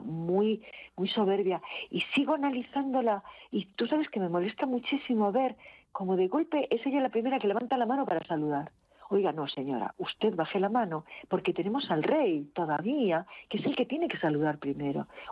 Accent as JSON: {"language": "Spanish", "country": "Spain", "said": "para que se acerque a mí como española."}